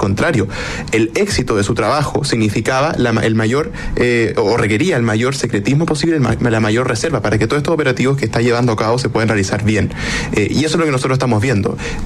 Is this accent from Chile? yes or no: yes; Chile; Aquí somos todos chilenos